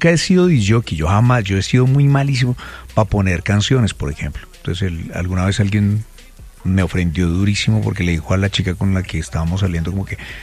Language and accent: Spanish; Granada, Colombia; moved away; allá en mi pueblito, en Granada.